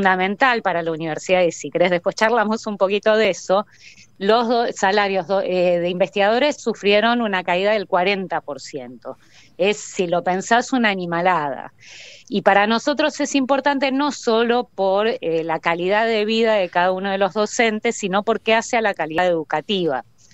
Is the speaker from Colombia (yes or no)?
no; Argentina; lo que nos llena de orgullo como argentinos